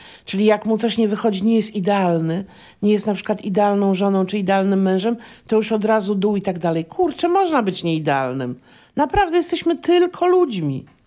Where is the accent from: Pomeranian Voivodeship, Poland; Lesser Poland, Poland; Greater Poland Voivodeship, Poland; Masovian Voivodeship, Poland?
Masovian Voivodeship, Poland; Warsaw; accent: Warsaw dialect; Używam gwary warsiaskiej i wymowy warsiaskiej, no bo jestem warszawianką.